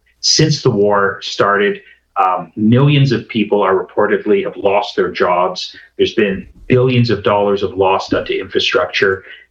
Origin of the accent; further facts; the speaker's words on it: Canada; I'm Canadian, Ian, so we have, you know, a lot of friends and family who go to Cuba.